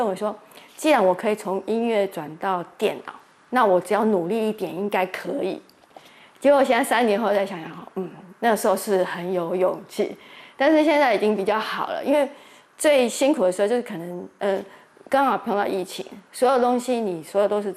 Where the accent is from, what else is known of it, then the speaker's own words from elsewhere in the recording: Kaohsiung, Taiwan; moved away as an adult; now in Pingtung, Taiwan; 我是高雄人